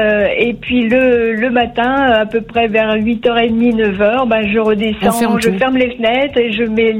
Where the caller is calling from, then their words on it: Villeurbanne, Auvergne-Rhône-Alpes, France; j'habite Villeurbanne. C'est une ville à côté de Lyon.